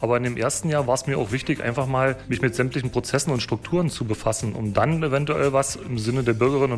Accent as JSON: {"language": "German", "town": "Doberlug-Kirchhain", "region": "Brandenburg", "country": "Germany", "said": "Ich komme hier aus dem Ortsteil von Doberlug-Kirchhain, aus dem Dorf Frankenau."}